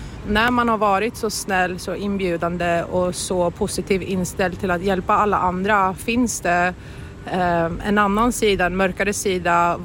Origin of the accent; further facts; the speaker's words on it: Norrköping, Östergötland, Sweden; now in United States; Jag är från Norrköping, 35 år gammal, bor i USA just nu.